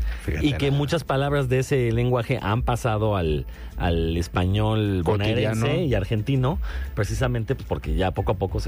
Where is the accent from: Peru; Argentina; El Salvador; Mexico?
Mexico; Como el español mexicano, que todos los sudamericanos dicen que hablamos cantadito.